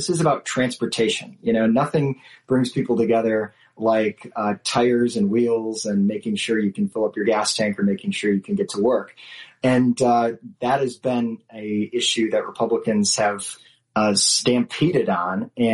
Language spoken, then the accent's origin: English; Racine, Wisconsin, United States; also born or lived in Russia; So I grew up right here in Racine. So I was actually born halfway across the world and adopted at the age of two from a Russian orphanage, and grew up in this all-American town known as Racine, Wisconsin.